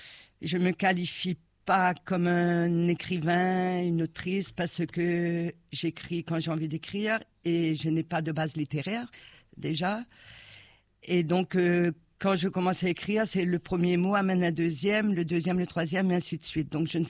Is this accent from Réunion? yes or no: yes; Réunion; je suis réunionnaise dans ma genèse, mais au plus profond.